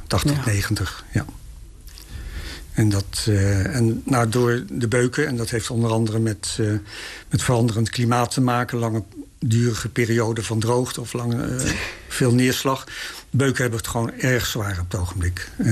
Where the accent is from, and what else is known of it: Belt-Schutsloot, Overijssel, Netherlands